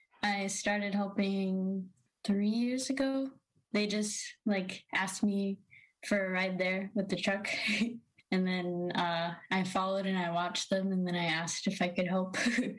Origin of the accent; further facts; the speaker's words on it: Kotzebue, Alaska, United States; also born or lived in Nome / Washington; So I grew up in Kotzebue and Nome and lived in Washington for a little bit.